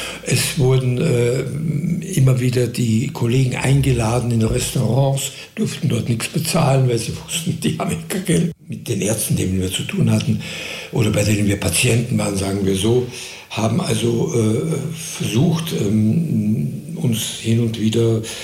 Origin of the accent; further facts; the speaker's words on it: Austria; Ich musste als Österreicher in jedem deutschen Engagement Arbeitsbewilligung, Aufenthaltsgenehmigung, alles extra ansuchen